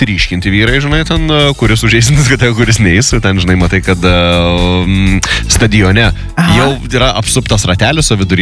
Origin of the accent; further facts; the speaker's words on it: Šiauliai, Šiauliai County, Lithuania; now in Klaipėda, Lithuania; Aš sakiau savo gimtinės, niekada neišsižadėsiu ir visą laiką sakysiu, kad esu kilęs iš Šiaulių, žinai, bet esu dabar labiau klaipėdėtis negu šiaulėtis.